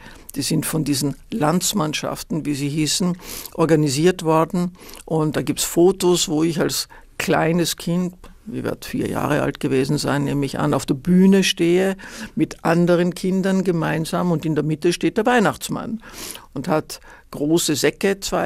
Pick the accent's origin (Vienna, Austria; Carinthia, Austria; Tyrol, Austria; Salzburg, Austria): Vienna, Austria; also born or lived in Bavaria; Und so bin ich in Wien aufgewachsen. Und die Tatsache, dass wir eben keine gebürtigen Wiener waren